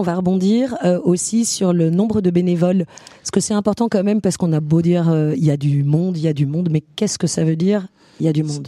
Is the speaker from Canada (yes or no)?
no; Belgium; je suis belge